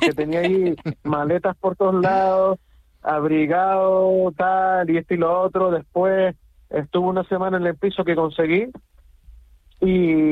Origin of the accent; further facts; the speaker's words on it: Canary Islands, Spain; moved away as an adult; now in Berlin, Germany; soy de Gran Canaria.